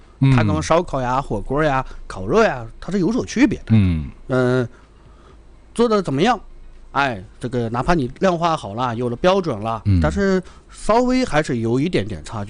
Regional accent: Shanxi, China; now in Hohhot, China; 我本身是山西人，然后2023年呢，2022年我又娶了一个山西的媳妇儿，大同的，然后我呢是敬重榆次人

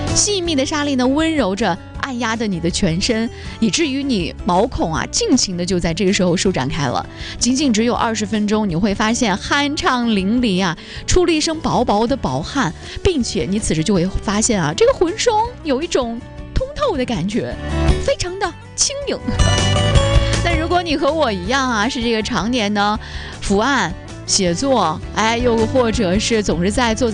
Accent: Alxa, Inner Mongolia, China; moved away; 我作为一个土生土长的阿拉善人

